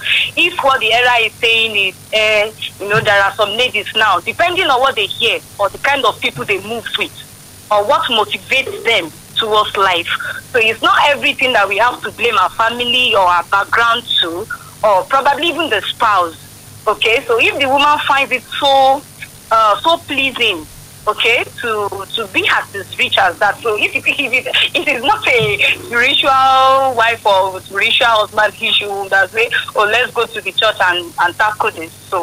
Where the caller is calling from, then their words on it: Ibadan, Oyo, Nigeria; from Ibadan.